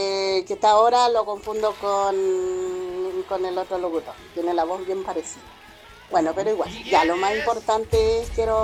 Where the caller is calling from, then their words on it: Quilpué, Valparaíso, Chile; de Quilpué